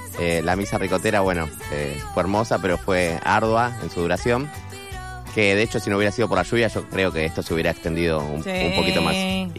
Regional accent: Avellaneda, Buenos Aires Province, Argentina; para una persona nacida y criada en Avellaneda

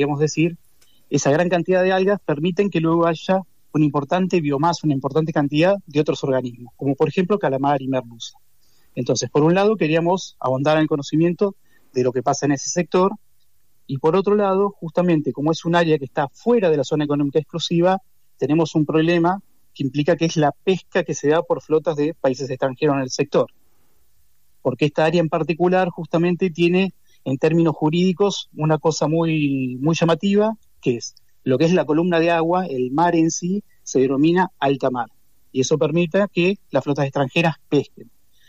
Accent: Mar del Plata, Buenos Aires Province, Argentina; born there; yo vivo, nací acá y trabajo en Mar del Plata

